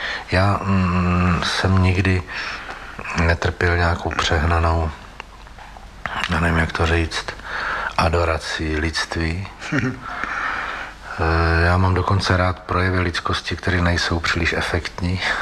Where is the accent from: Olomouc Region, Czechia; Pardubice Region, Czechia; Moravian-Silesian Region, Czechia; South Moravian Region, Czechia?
Pardubice Region, Czechia; Holice; born there; Já jsem se narodil v Holicích v Čechách, tam je krásný kostel. Vlastně jediná věc, která tam je památná, je tenhle kostel.